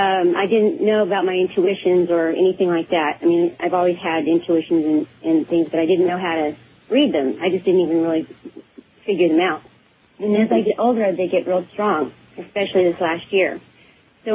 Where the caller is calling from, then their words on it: Houston, Texas, United States; I'm in Houston